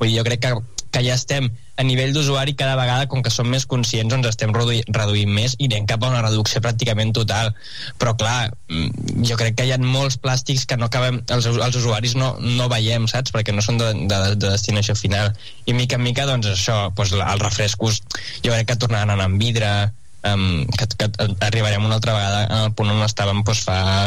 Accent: Llinars del Vallès, Catalonia, Spain; now in Sant Esteve de Palautordera, Spain; Jo sóc de Sant Esteve Palau Tordera, visc aquí i també hi ha porta a porta, i sóc originari de Llinars del Vallès

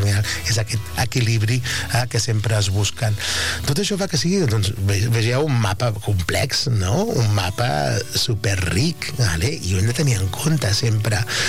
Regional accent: Catalonia, Spain; aquells que som del Penedès

